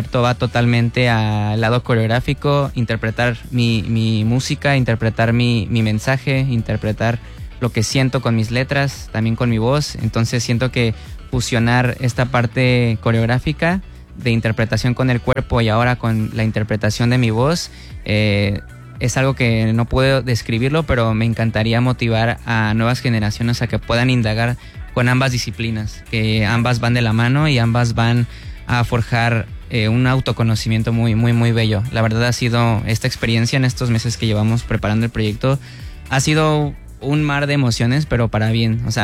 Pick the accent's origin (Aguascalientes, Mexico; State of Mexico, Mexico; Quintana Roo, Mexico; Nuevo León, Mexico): State of Mexico, Mexico; Cuautitlán Izcalli; representar de donde vengo. Yo soy del Estado de México, somos del Estado de México, Cotitlán Izcalli.